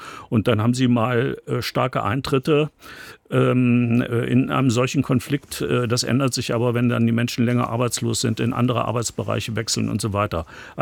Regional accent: West Germany, Germany; moved away as an adult; now in Jena, Germany; bin ich als Wessi in Jena berufen worden

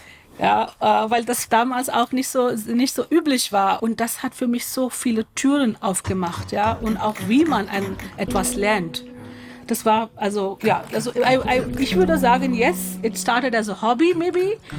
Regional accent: Mumbai, Maharashtra, India; moved away; Ich bin in Mumbai aufgewachsen, Ende 80er, Anfang 90er.

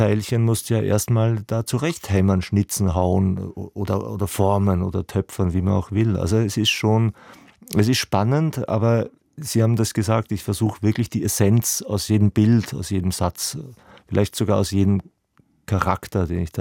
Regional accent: Vienna, Austria; now in Berlin, Germany; jetzt im Burgtheater in Wien. Und das war toll. Das ist ja auch meine Herkunft, da, meine Heimat neben Berlin.

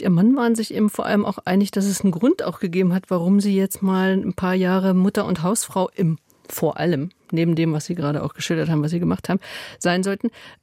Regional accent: West Germany, Germany; Ich wusste gar nicht, dass es das in der DDR, ich komme aus dem Westen

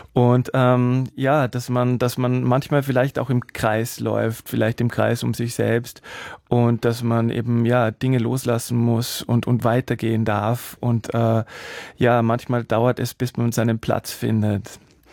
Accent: Salzburg, Austria; Ja, ich meine, ich komme wirklich aus Salzburg und da ist halt der Mozart

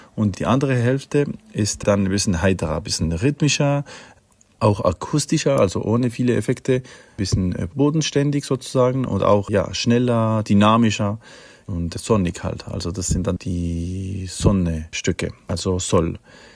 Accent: Switzerland; moved away as an adult; Ich bin in der Schweiz aufgewachsen, habe auch dort Abi gemacht und war dort in der Musikschule und bin dann danach nach Berlin.

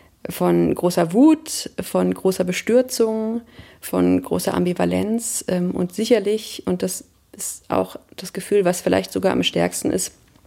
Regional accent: Germany; bin ich als Deutsche in so einer deutschen Position sozusagen mit israelischen Menschen in Kontakt gekommen

